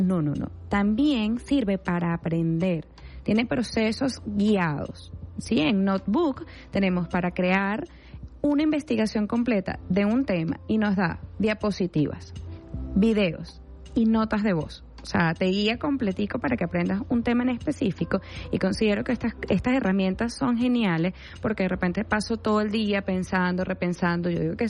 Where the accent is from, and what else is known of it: Venezuela